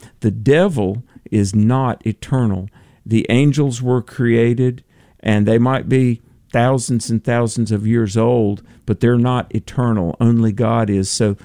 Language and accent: English; North Carolina, United States; Let's go to my home state of North Carolina.